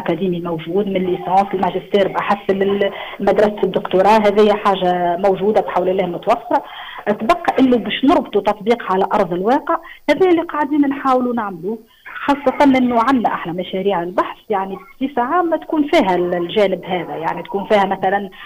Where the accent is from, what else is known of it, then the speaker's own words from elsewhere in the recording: Tunisia; هذه عقلية موجودة عندنا في تونس بصفة خاصة